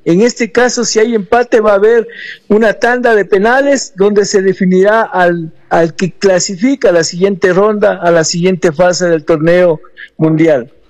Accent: Ecuador; nosotros como ecuatorianos

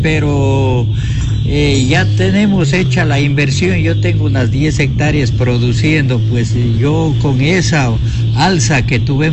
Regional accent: Santa Isabel, Azuay, Ecuador; moved away as an adult; now in San José de Morona, Ecuador; yo dependo de una familia pobre. Vengo de la provincia de la Azuay, cantón Santa Isabel, parroquia La Unión. De La Unión de Yunguilla vine a La Unión de San José de Morona. Yo vine en el 1981 cuando fue las invasiones de Paquisha

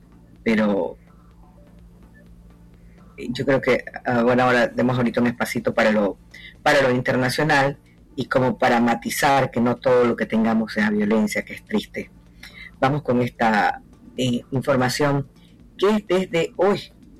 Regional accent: Ecuador

